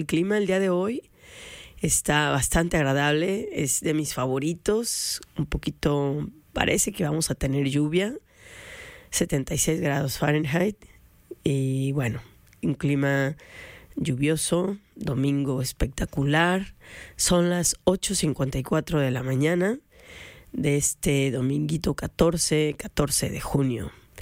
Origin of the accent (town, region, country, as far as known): Mexico